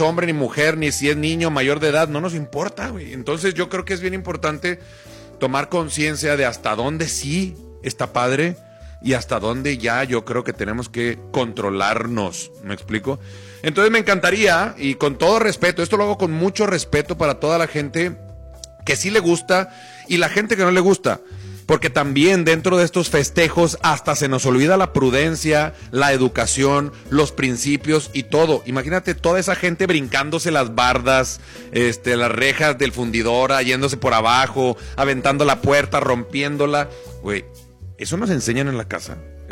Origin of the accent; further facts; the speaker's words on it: Monterrey, Nuevo León, Mexico; Como sociedad y como ciudadano mexicano, regiomontano, me alarma.